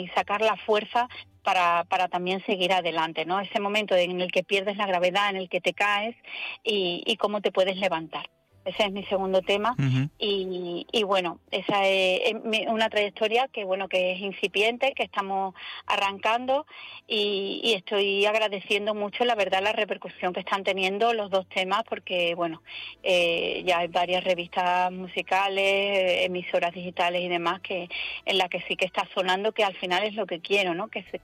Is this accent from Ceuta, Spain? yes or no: yes; Ceuta, Spain; now in Seville, Spain; los caballas